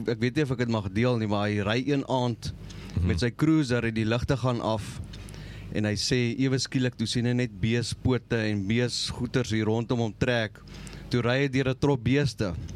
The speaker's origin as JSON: {"language": "Afrikaans", "town": "Mossel Bay", "region": "Western Cape", "country": "South Africa", "said": "ek kom oorspronklik van Mosselbaai af, maar ons is nou hier naby by Blue Horizon by besig om te werk."}